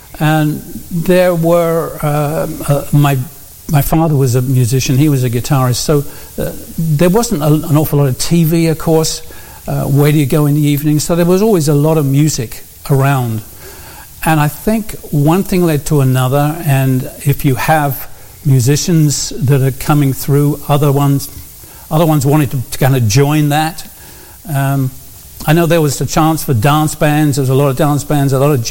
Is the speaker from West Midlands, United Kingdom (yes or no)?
no; Cambridge, East of England, United Kingdom; It was in the 70s, of course, and Cambridge, I grew up in Cambridge, so a huge number of people in Cambridge came in as students. So there was a lot of bars, a lot of clubs, lots of opportunities to play with people